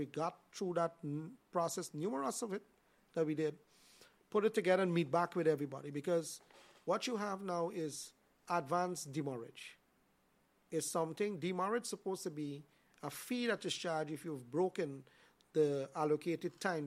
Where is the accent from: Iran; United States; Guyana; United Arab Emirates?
Guyana; Vreed en Hoop, Essequibo Islands-West Demerara; I born and raised in Vidinoop.